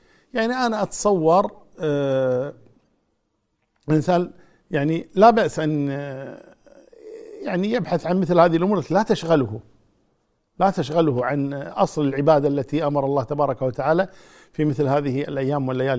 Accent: Kuwait; عندنا في الكويت

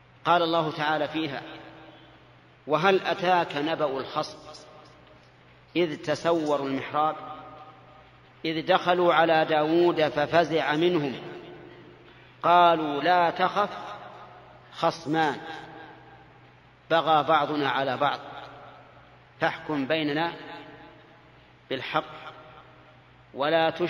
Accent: Saudi Arabia; هنا عندنا في السعودية

